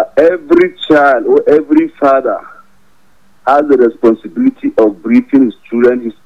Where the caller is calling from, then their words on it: Jos, Plateau, Nigeria; from Just North.